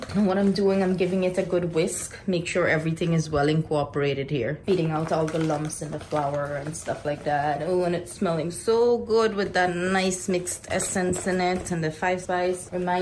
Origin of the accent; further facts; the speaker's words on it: Guyana; now in United States; in Guyana, we used to say dosa or chota roti.